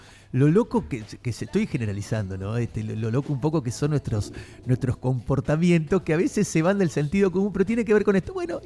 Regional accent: Argentina; somos muy argentinos en eso.

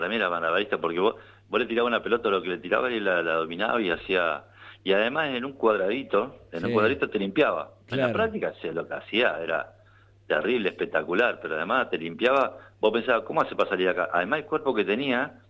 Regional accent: Coronda, Santa Fe, Argentina; ya hace muchos años que estoy acá, ellos saben que yo soy de Coronda, a cual amo, está hermosa la ciudad

